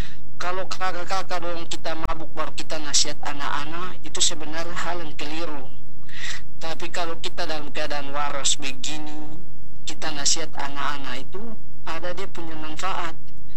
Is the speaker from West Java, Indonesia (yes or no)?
no; Alor, East Nusa Tenggara, Indonesia; kalau kita orang Alor bilang oto